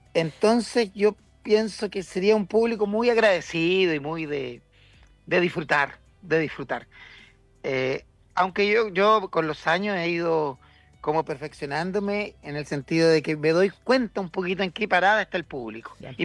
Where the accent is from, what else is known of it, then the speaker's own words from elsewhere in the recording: Concepción, Biobío, Chile; cuando salí de mi natal Concepción